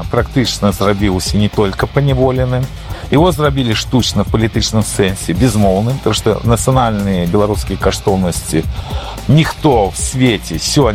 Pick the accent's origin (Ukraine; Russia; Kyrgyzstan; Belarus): Belarus; moved away; мы все есть белорусы, которые за межой